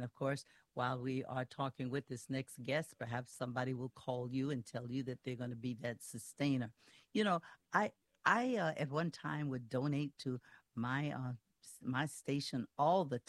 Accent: Louisiana, United States; I'm from Louisiana.

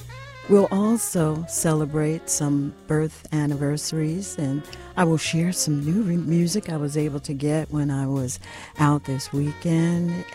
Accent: Philadelphia, Pennsylvania, United States; now in Washington, D.C., United States; I'm living here since 1975 in DC, and I grew up in Philadelphia with those two.

